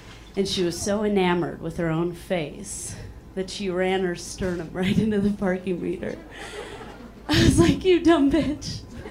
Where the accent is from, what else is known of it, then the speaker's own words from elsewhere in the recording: Chicago, Illinois, United States; So, like the host said, I'm from Chicago.